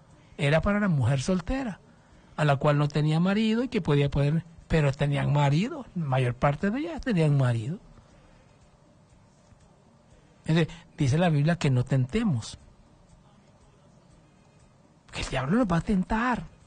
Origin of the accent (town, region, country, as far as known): Honduras